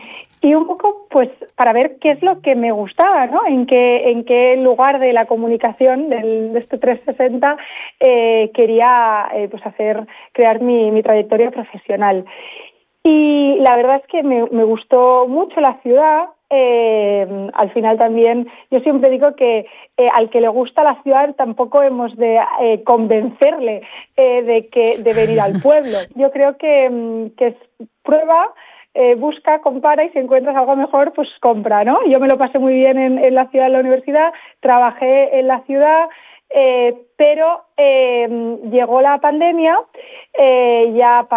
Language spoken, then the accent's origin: Spanish; Ontiñena, Aragon, Spain; also born or lived in Barcelona; yo soy del Bajo Cinca, de un pueblecito que es Ontiñena. Una parte de mi familia, como estamos tan cerquita de Cataluña también en el Bajo Cinca, también mi familia siempre ha estado entre Barcelona y Ontiñena. Y aunque había estudiado el bachillerato y todo aquí